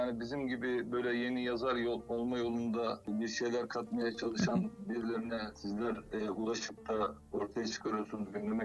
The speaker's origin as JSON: {"language": "Turkish", "region": "Sakarya", "country": "Turkey", "tie": "born or raised there", "said": "hatta tabii benim memleketim Sakarya, gelinim ben."}